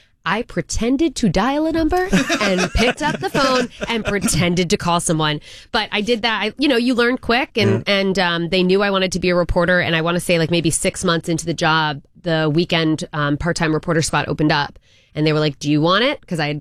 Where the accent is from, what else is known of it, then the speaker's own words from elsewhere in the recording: Connecticut, United States; No, I'm from Connecticut originally and went to school at Hofstra University on Long Island for broadcast journalism.